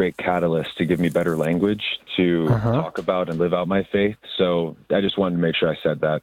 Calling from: South Dakota, United States; Well, I'm actually calling from South Dakota

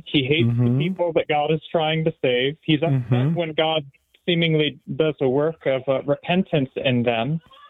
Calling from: Colorado Springs, Colorado, United States; I am down in Colorado Springs, just down the road from you.

